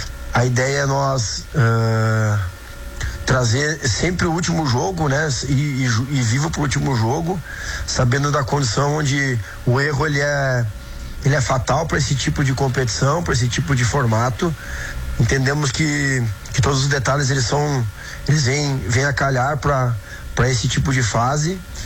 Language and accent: Portuguese; Caxias do Sul, Rio Grande do Sul, Brazil; eu sou natural de Caxias do Sul